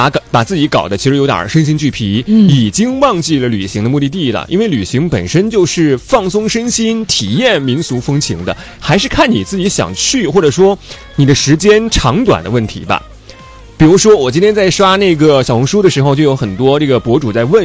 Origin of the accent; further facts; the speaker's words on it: Sichuan, China; 我老家四川也很多